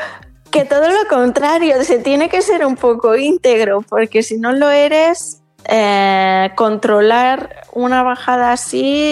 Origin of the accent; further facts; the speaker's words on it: Pyrenees, Spain; yo soy del Pirineo